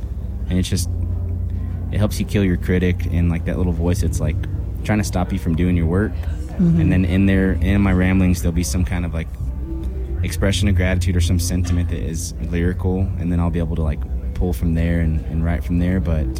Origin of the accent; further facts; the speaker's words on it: Texas, United States; I have to say … because I'm from Texas, and my mom like revered him